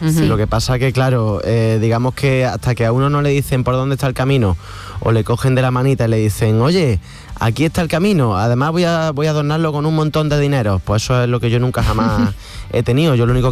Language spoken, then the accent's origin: Spanish; Córdoba, Andalusia, Spain; Lo único, me encanta Cádiz, pero yo soy de Córdoba.